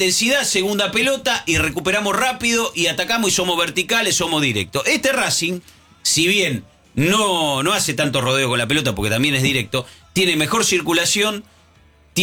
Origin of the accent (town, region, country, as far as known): Argentina